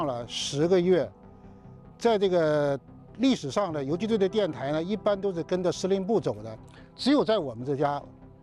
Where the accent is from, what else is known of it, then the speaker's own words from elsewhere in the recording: New Territories, Hong Kong; 这里是石水涧村，是我的老家。